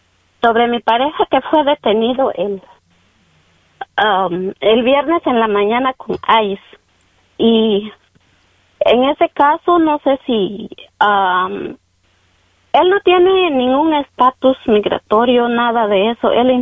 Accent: Guatemala; No, él es de otro país, él es de Salvador y yo soy de Guatemala.

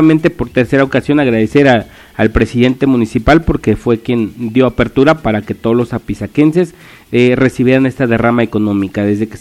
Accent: Huamantla, Tlaxcala, Mexico; born there; que así nos conocen, mi tierra Huamantla, y pues saludo a todo el estado de Tlaxcala

